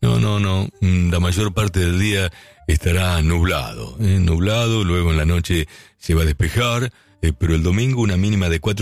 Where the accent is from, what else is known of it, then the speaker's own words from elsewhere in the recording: Lincoln, Buenos Aires Province, Argentina; born there; moved away; Sí, yo nací allí en Lincoln. Me fui hace muchos años, pero siempre estoy llegando. Siempre estoy volviendo porque me han quedado mis viejos allí.